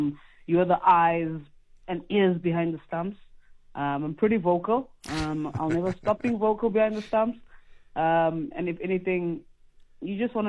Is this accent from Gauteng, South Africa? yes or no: no; East London, Eastern Cape, South Africa; moved away; But growing up in Kugompo was always like a challenge